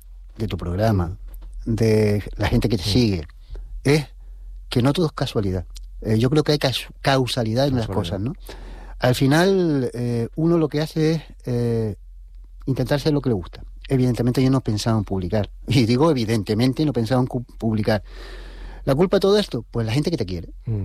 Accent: La Orotava, Canary Islands, Spain; born or raised there

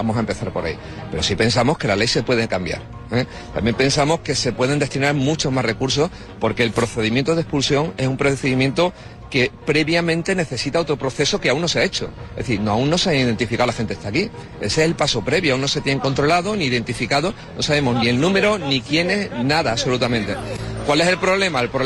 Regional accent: Ceuta, Spain; todos los ceutíes pensamos lo mismo

